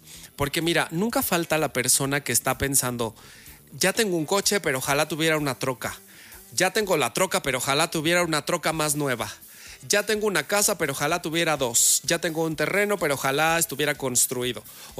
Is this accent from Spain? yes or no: no; Mexico